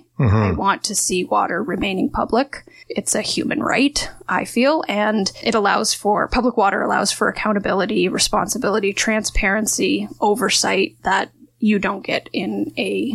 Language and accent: English; London, Ontario, Canada; now in Wellington North, Canada; I do come from outside the municipality. I grew up in London. I went to school in Kitchener, and I don't have the allegiances of Mount Forest versus Arthur that I have seen when I first moved here.